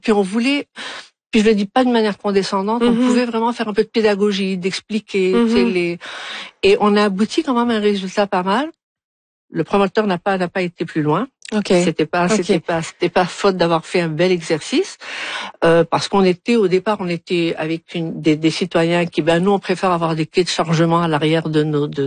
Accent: Algiers, Algiers Province, Algeria; Et donc moi, je suis vraiment native d'Alger

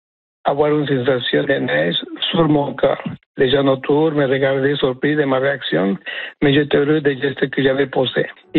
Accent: Mexico; now in Canada; je suis originaire du Mexique et voici ma première expérience de mon premier hiver au Québec.

